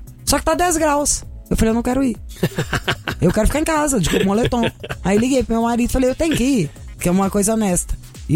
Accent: Belo Horizonte, Minas Gerais, Brazil; Você imagina, eu sou de Belo Horizonte, família inteira mora lá.

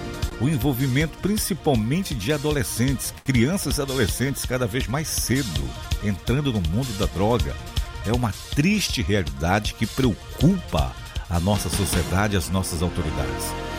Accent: Alenquer, Pará, Brazil; na minha terra, Alenquer.

